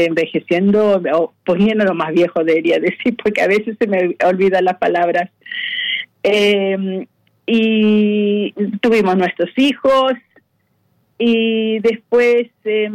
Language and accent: Spanish; Chile; now in Australia; Yo puedo decir que soy chilena y todo eso, pero verdaderamente soy más australiana que chilena.